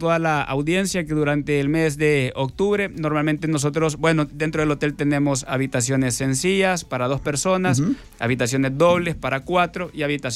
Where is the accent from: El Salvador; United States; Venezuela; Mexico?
El Salvador